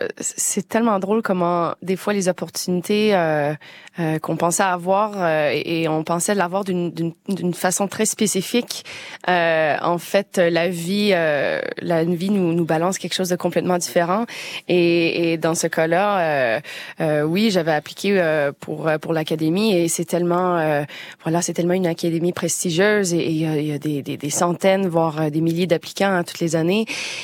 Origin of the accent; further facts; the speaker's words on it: Val-d'Or, Quebec, Canada; je suis originaire d'une petite ville environ 500 kilomètres au nord de Montréal qui s'appelle Val-d'Or. Et c'est ça, c'était vraiment le contact très très proche avec la nature et j'ai toujours eu la chance d'avoir ça. On est très chanceux en tant que Canadien d'avoir cette relation-là avec la nature.